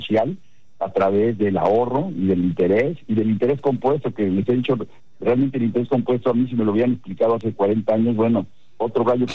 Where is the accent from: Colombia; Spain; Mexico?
Mexico; a mí me inspira mucho como mexicano